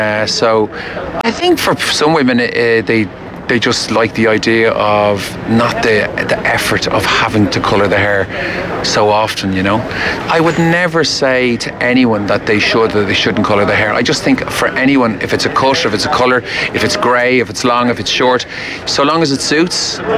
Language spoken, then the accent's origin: English; Ireland; We're Irish, we're more pasty than sallow